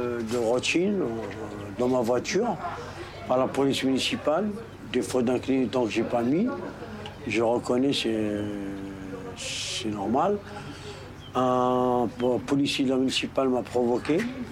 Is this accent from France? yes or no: yes; France; pourtant je suis français. Toute ma famille sont françaises.